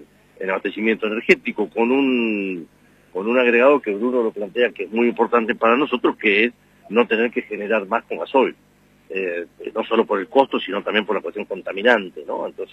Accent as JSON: {"language": "Spanish", "region": "Patagonia", "country": "Argentina", "said": "somos todos patagónicos, somos todos federales y todos somos hombres del interior del país"}